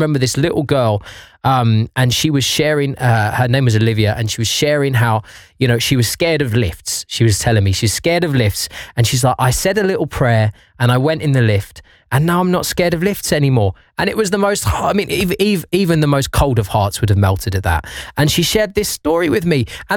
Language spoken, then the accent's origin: English; United Kingdom; I don't like talking about money because I'm British. Well, yes, mate, we don't talk about it often, though.